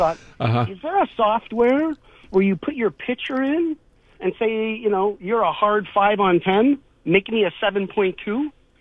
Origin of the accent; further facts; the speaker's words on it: Dorval, Quebec, Canada; I grew up in Dorval. I'm an Anglo.